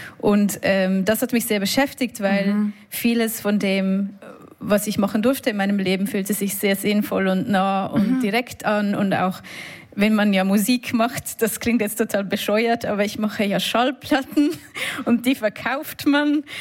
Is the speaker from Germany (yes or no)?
no; Switzerland; accent: Swiss German; weil ich Schweizerdeutsch spreche, man merkt es wahrscheinlich schon an meinem Akzent